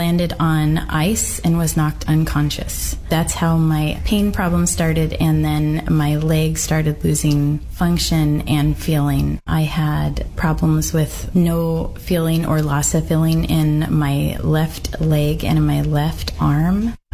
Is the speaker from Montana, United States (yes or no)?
no; Sandy, Oregon, United States; I'm from Sandy, Oregon.